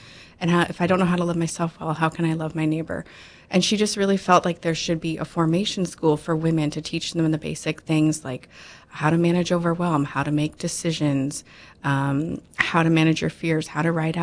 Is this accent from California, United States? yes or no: no; Illinois, United States; moved away as an adult; now in Fargo, United States; I am originally from Illinois, and then 6 years ago, my husband and I moved to Fargo.